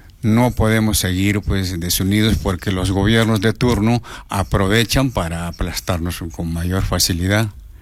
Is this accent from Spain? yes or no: no; Peru